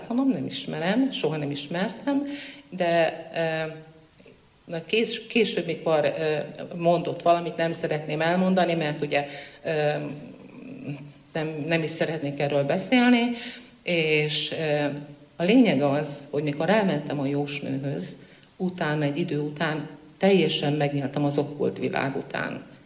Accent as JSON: {"language": "Hungarian", "region": "Heves", "country": "Hungary", "said": "Én Heves megyéből származom, zenés családból, és katolikusként kereszteltek meg"}